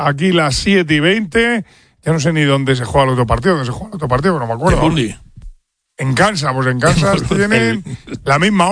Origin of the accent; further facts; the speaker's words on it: Spain; Pero nosotros somos los españoles, les hemos ganado las últimas tres veces.